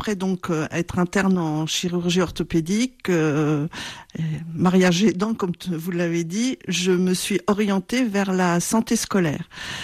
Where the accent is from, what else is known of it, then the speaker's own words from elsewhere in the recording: Grand Est, France; born there; moved away; je suis née dans les Ardennes, à la frontière belge.